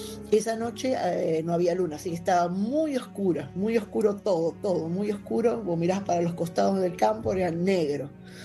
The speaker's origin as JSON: {"language": "Spanish", "town": "Merlo", "region": "Buenos Aires Province", "country": "Argentina", "said": "Hola, buenas noches. … de Merlo."}